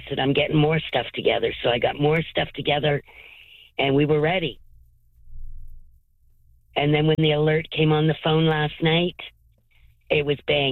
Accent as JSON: {"language": "English", "region": "Ontario", "country": "Canada", "tie": "born or raised there", "moved": "yes"}